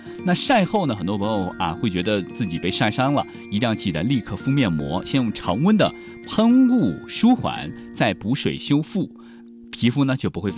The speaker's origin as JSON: {"language": "Chinese", "town": "Kunming", "region": "Yunnan", "country": "China", "said": "我们昆明人的话基本上是吹不到空调的"}